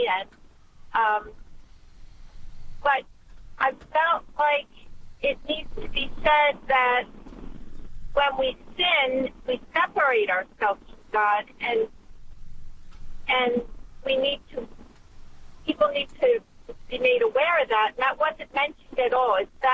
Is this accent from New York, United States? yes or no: no; New Jersey, United States